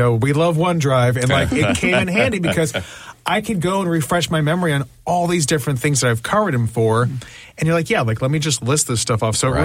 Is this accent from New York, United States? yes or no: no; South Carolina, United States; I'm like, oh, I'm from South Carolina.